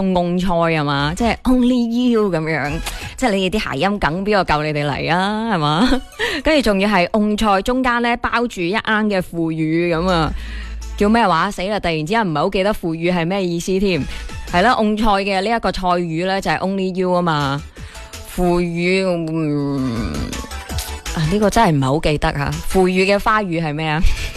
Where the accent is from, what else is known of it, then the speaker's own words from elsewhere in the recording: Guangdong, China; 属于我哋广东人嘅浪漫啊